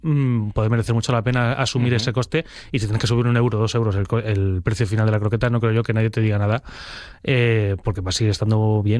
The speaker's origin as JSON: {"language": "Spanish", "town": "Madrid", "region": "Community of Madrid", "country": "Spain", "also_born_or_lived": "Almería", "said": "porque viví en Almería y soy de Madrid."}